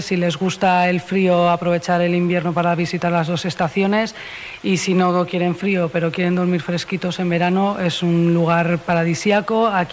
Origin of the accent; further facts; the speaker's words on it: San Sebastián, Basque Country, Spain; now in Villanova, Spain; yo lo sé, que soy de San Sebastián y he venido aquí.